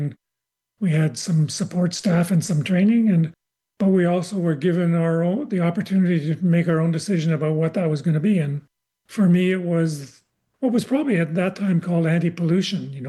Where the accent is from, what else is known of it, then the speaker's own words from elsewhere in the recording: Toronto, Ontario, Canada; moved away as an adult; also born or lived in Regina, Saskatchewan / Vancouver, British Columbia / Okanagan, British Columbia; now in Victoria, Canada; In Victoria. I was born in Regina, grew up in Toronto, lived all my adult life in British Columbia, quite a bit in Vancouver, quite a bit in the interior in the Okanagan, and now Victoria. I live in the backyard of three of my grandchildren.